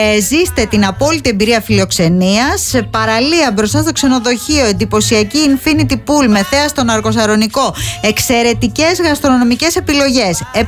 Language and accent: Greek; Ermioni, Peloponnese, Greece; Hydra Beach Resort στην Ερμιόνη, στα μέρη μου. Γιατί είμαι από εκεί, να το λέμε και αυτό.